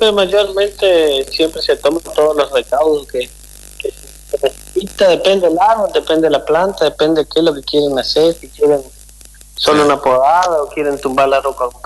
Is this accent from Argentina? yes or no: yes; Misiones, Argentina; Nosotros somos de Misiones.